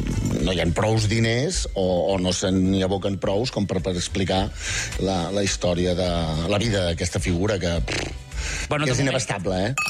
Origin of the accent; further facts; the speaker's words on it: Sant Miquel de Balenyà, Catalonia, Spain; Allò on vas néixer, on vas començar a fer pastorets, on amb 14 anys ens van donar la clau.